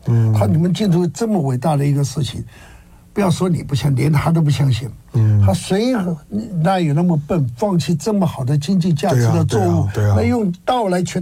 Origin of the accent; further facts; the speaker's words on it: Taiwan; 那对，至少我是身为台湾人嘛，中国台湾人也在这个地方能做一点这个事情，也是对台湾有功嘛。